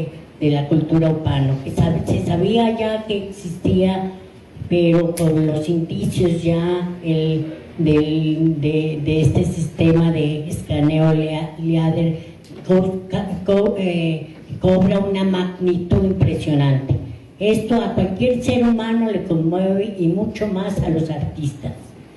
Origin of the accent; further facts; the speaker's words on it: Colombia; yo soy ecuatoriana colombiana, nacida y estudiada en Colombia.